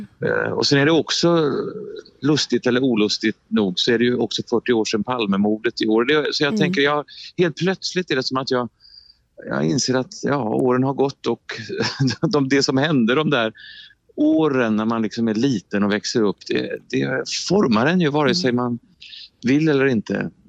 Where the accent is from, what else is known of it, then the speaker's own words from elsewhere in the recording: Uddevalla, Västra Götaland County, Sweden; eftersom jag är från Uddevalla